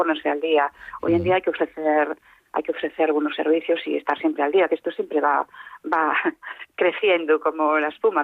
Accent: Pedroso, Galicia, Spain; now in Ferrol, Spain; Claro, yo soy de Pedroso, de Narbonne.

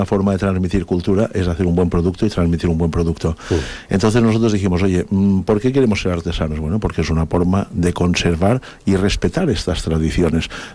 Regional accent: Ibiza, Balearic Islands, Spain; de pequeño, aquí en Ibicenco, lo que hemos dicho siempre

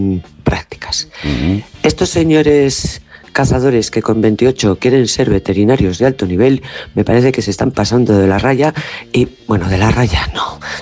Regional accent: Valladolid, Castile and León, Spain

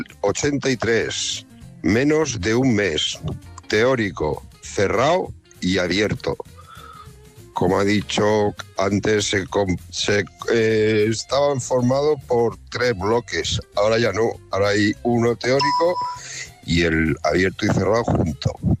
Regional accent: Alicante, Valencian Community, Spain

